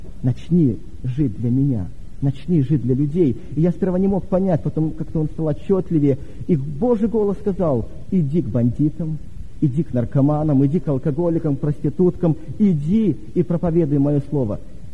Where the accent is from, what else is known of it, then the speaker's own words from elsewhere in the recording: Minsk, Belarus; я из Минска.